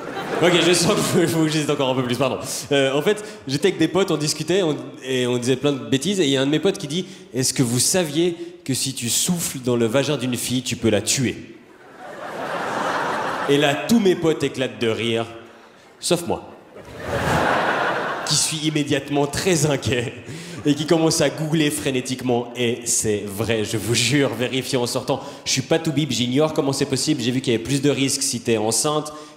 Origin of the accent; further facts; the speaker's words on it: Switzerland; en tant que bon Suisse empreint de neutralité